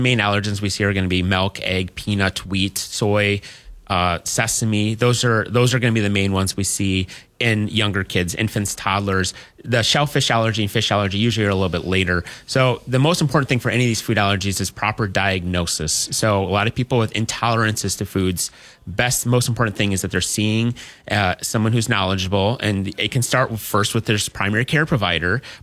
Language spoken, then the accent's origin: English; Onalaska, Wisconsin, United States; moved away as an adult; also born or lived in Madison, Wisconsin / Cincinnati, Ohio; So I grew up in Onalaska. I moved away.